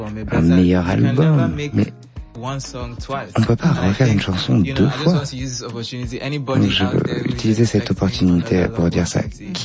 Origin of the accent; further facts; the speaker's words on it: Anambra, Nigeria; first language Igbo; French is a second language; C'est en Igbo. C'est ma langue maternelle au Nigeria. Ça vient du sud-est du Nigeria.